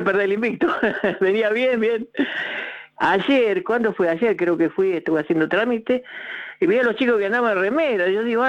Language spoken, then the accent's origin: Spanish; Buenos Aires, Argentina; Me considero porteño.